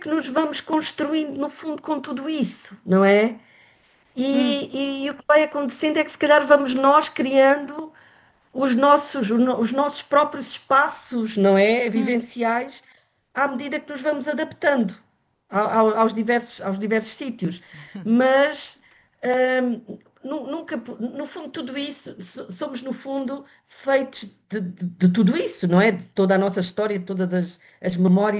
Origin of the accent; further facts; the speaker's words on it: São Brás de Alportel, Algarve, Portugal; eu não tenho dúvida nenhuma em relação à minha terra de origem, nem em relação a esse sentido de pertença, não é? Como Algarvia, de São Brás de Alportel, não tenho dúvidas